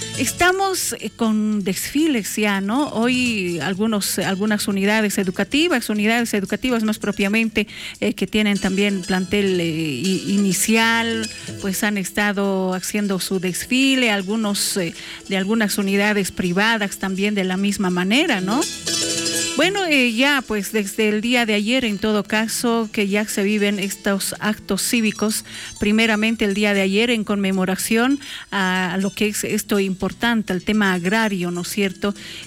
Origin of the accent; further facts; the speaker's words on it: Bolivia; qué orgullo sentimos como bolivianos, cada uno de nosotros, obviamente, desde donde estamos